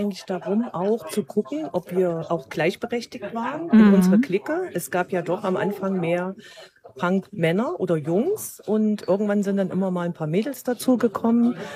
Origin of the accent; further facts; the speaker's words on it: Weimar, Thuringia, Germany; ich bin aus Weimar.